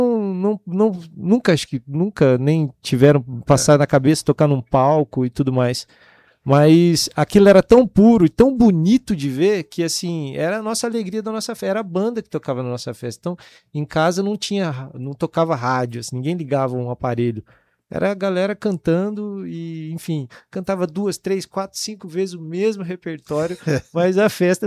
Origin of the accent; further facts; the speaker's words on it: Ribas do Rio Pardo, Mato Grosso do Sul, Brazil; lá em Ribas do Rio Pardo, foi a cidade onde eu cresci